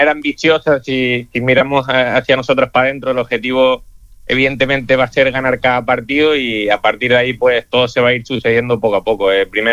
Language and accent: Spanish; Tenerife, Canary Islands, Spain; moved away as an adult; now in Madrid, Spain; yo soy de aquí, de Tenerife, he vivido pues hasta los 18 años en Tenerife y evidentemente tengo prácticamente toda mi familia aquí, todos mis amigos, mi entorno más cercano y evidentemente que lo echo de menos, pero estoy muy a gusto ahora en Madrid